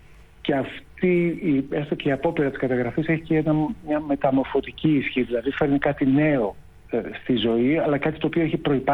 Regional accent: Athens, Attica, Greece; Εγώ είμαι Αθηναίος.

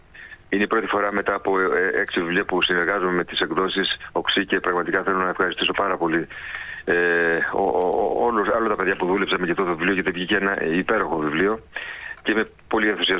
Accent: Kozani, Western Macedonia, Greece; εγώ η καταγωγή μου είναι από Κοζάνη

